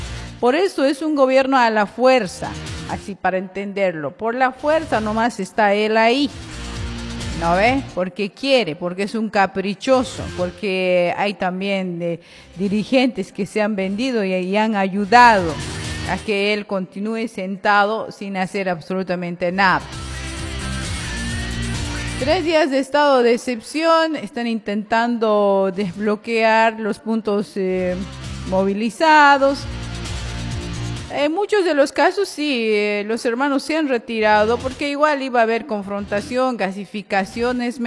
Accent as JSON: {"language": "Spanish", "country": "Bolivia", "said": "protegemos primero nuestra dignidad como bolivianos y bolivianas"}